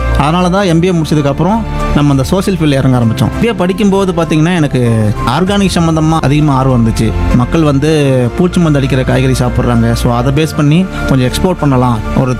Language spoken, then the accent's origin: Tamil; Salem district, Tamil Nadu, India; என்னோட சொந்த ஊர் வந்து சேலம் மாவட்டம்.